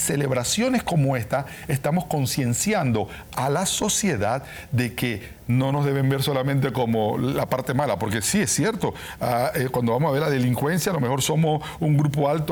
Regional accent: Panama; por muy panameño que sea y por mucho que me gusten las tradiciones panameñas

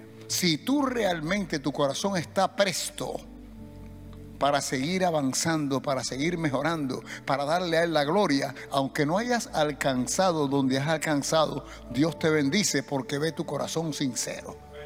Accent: Cuba; Tienes que ser cubano para saber eso. Y yo soy cubano y ni sé quién es Chacumbele.

